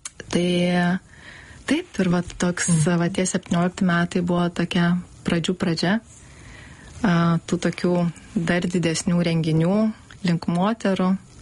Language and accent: Lithuanian; Panevėžys, Panevėžys County, Lithuania; Taip, aš iš Panevėžio.